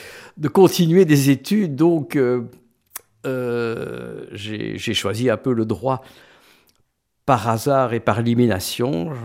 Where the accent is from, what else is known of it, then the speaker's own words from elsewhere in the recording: Schaerbeek, Brussels, Belgium; Je suis né à Schaarbeek. Et donc, j'ai passé à peu près les 15 premières années de ma vie dans cette commune